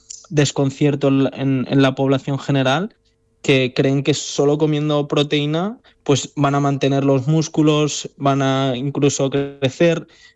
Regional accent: Castilla-La Mancha, Spain; moved away as an adult; now in Melbourne, Australia; volver a mi tierra, aunque sea a través de la radio.

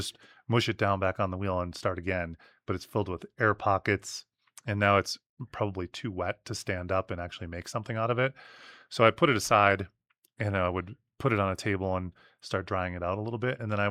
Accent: Wisconsin, United States; I'm from Wisconsin.

